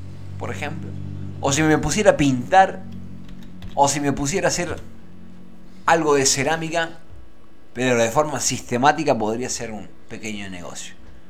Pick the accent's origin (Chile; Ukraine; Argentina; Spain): Argentina; como ciudadano argentino me llena de esperanza